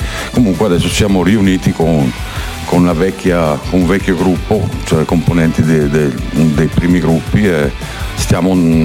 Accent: Soncino, Lombardy, Italy; veniamo da Soncino, che è in provincia di Cremona. È un paesino, beh, anche famosino.

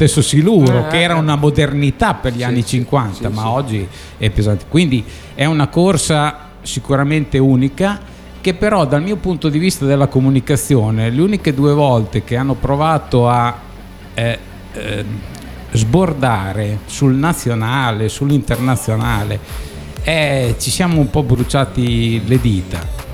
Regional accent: Castel San Pietro Terme, Emilia-Romagna, Italy; Noi siamo di Castello, Castel San Pietro

